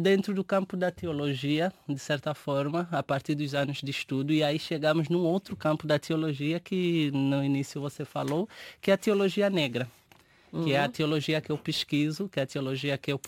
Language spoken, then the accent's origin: Portuguese; Angola; Eu cresci dentro de um lar cristão, de certa forma